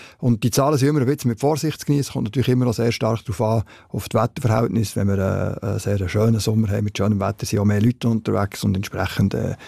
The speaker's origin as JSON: {"language": "German", "country": "Switzerland", "said": "Und bei uns in der Schweiz geht es, mit Ausnahme vom Gipfel, geht es immer weiter"}